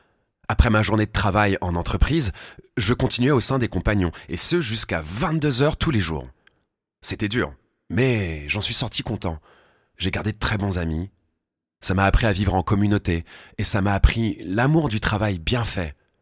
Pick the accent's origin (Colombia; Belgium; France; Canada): France; Le Mans, Pays de la Loire; Je suis né au Mans. Mon père, lui, est agent d'entretien dans une maison de retraite.